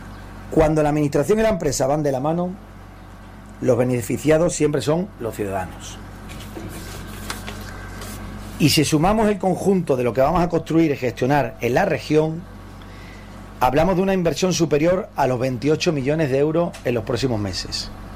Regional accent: Extremadura, Spain; en mi tierra extremeña.

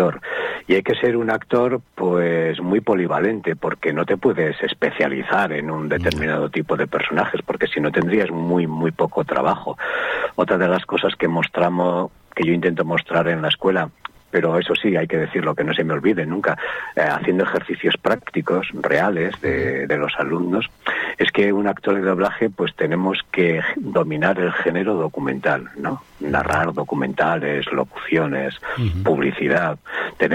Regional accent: Castro Urdiales, Cantabria, Spain; yo soy de Cantabria, soy de Castro Urdiales

